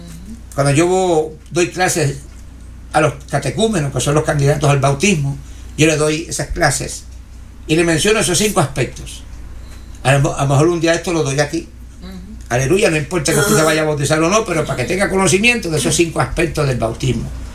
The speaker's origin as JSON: {"language": "Spanish", "country": "Puerto Rico", "moved": "yes", "lives_now": "United States", "said": "Ah, aquí en Pensilvania, donde yo estoy. Pero como yo soy puertorriqueño, pienso que estoy en mi patria."}